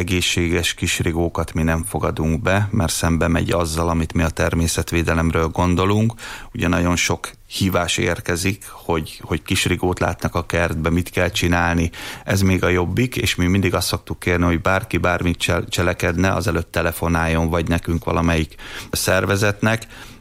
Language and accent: Hungarian; Miskolc, Borsod-Abaúj-Zemplén, Hungary; Én itt Miskolcon, az Avason nőttem fel, tehát annyira nem természetbarát hely, de azért végül is zöld rész